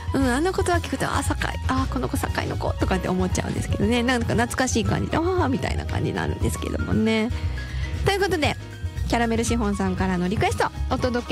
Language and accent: Japanese; Sakai, Osaka, Japan; moved away; 私もまあ、今は実家はないんですけれども、大阪の堺っていうところに住んでいて、柄が悪いとよく言われるんですけど、やっぱり堺のなんかやっぱり大阪でも場所によってちょっと微妙にニュアンスが違うんですよね。